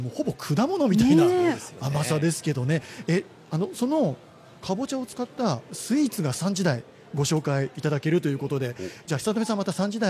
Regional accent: Ube, Yamaguchi, Japan; moved away as an adult; 私の地元山口県、山口市

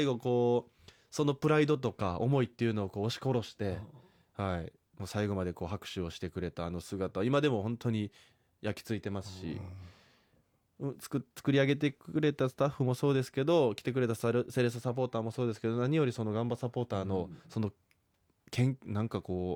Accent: Osaka, Japan; 大阪で育って

